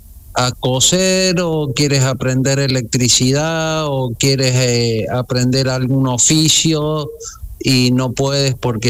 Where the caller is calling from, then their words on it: Córdoba, Argentina; nosotros que somos de Córdoba, de acá.